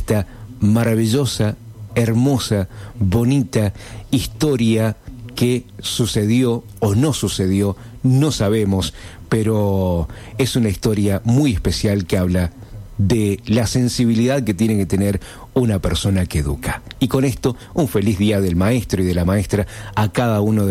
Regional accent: Rodeo del Medio, Mendoza, Argentina; also born or lived in Guaymallén; Mi adolescencia más pequeña, mi preadolescencia, estuvo en mi infancia en Rodeo del Medio, zona de Pedregal, zona de Maipú. Y al llegar a Guaymallén era todo la dinámica, el ritmo de vida era mucho más ágil, era mucho más rápido.

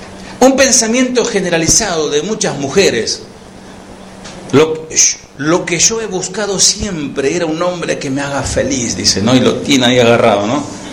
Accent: Argentina; born there; la Iglesia de Dios en Argentina, allí donde nosotros nacimos.

